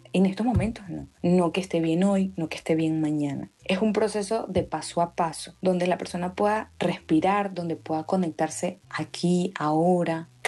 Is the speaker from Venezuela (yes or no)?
yes; Venezuela; para nosotros como venezolanos